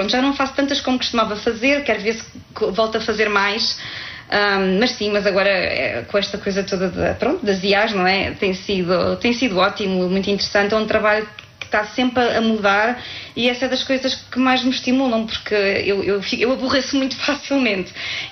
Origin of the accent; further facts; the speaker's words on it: Portugal; moved away as an adult; also born or lived in Slovenia; eu saí de Portugal quando acabei os meus estudos. Eu fui estudante, não é, em Portugal, e depois a minha vida adulta, de trabalhadora, etc., foi feita já fora, não é?